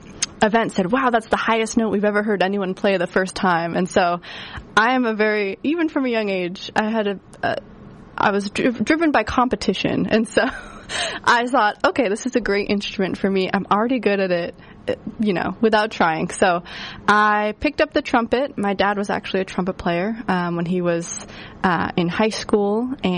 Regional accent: Tucson, Arizona, United States; born there; also born or lived in Orange County, California / San Diego, California; So I grew up, I was born in Orange County and grew up from when I was born until about fourth grade in San Diego, actually. And my family, my mom and dad, it was just the three of us. We moved to Tucson, Arizona when I was in fifth grade.

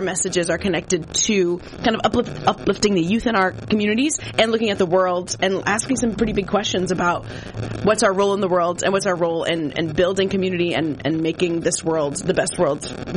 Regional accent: New Hampshire, United States; moved away as an adult; now in Boston, United States; I am also originally from New Hampshire and moved to Boston for grad school in 2019.

